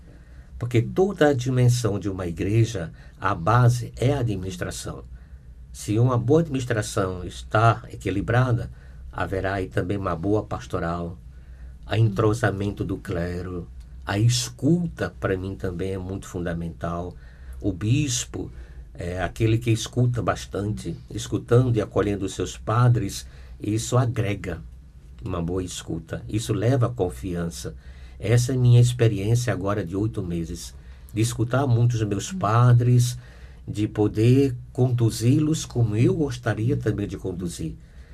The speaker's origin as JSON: {"language": "Portuguese", "region": "Maranhão", "country": "Brazil", "tie": "born or raised there", "moved": "as an adult", "lives_now": "Propriá, Brazil", "said": "Do Maranhão. Vim do Maranhão, obedecendo à igreja"}